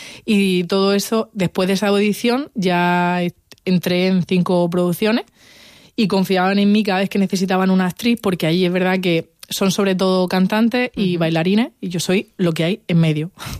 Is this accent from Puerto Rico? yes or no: no; Tabernas, Andalusia, Spain; also born or lived in Oslo, Norway; now in Almería, Spain; del teatro de mi pueblo, ahí en Taberna